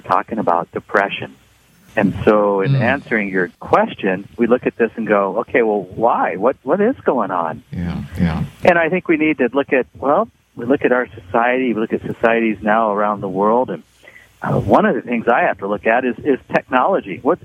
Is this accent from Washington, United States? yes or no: yes; Seattle, Washington, United States; I'm from Seattle. People drink coffee here.